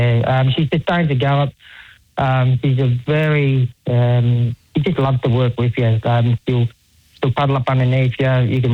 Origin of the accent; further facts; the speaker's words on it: Australia; born there; also born or lived in Birchip; I was born in Menang.